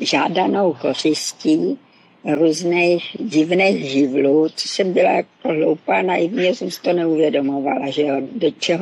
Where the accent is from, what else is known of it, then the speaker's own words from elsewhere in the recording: Moravia, Czechia; now in Prague, Czech Republic; byla jsem z Moravy, nebyla jsem odsud, jako tu Prahu jsem vůbec neznala.